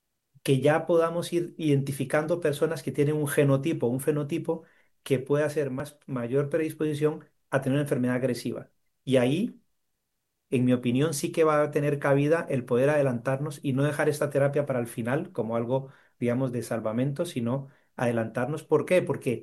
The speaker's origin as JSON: {"language": "Spanish", "country": "Costa Rica", "said": "como latinoamericano, como costarricense"}